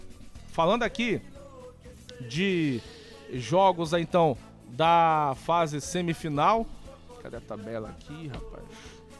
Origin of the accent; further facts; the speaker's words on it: Tucuruí, Pará, Brazil; moved away; No meu interior, lá em Tucuruí, né?